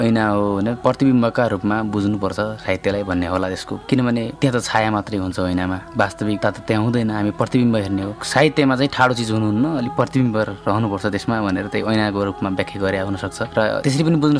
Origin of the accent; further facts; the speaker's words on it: Achham, Sudurpashchim Province, Nepal; मेरो घर अछाम हो, धेरै मिथकमा बाँचेका छु, कर्णाली प्रदेशका मान्छेहरू